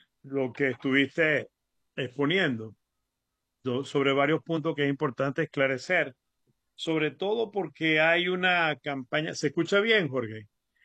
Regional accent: Venezuela

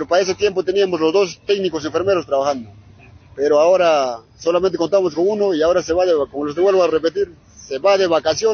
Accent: Peru; Como todo peruano tenemos el derecho a la salud

